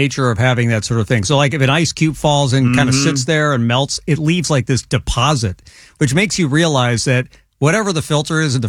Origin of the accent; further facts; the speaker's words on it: Chicago, Illinois, United States; I remember going back to my hometown in Chicago, drinking the water right out of the tap.